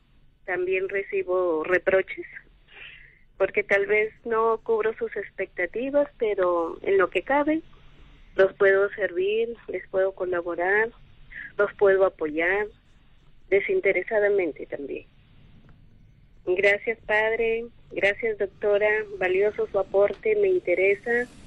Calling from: Piura, Peru; le hablo desde Piura, padre.

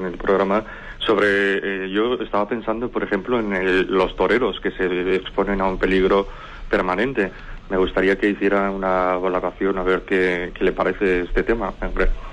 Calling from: Pamplona, Navarre, Spain; de Pamplona.

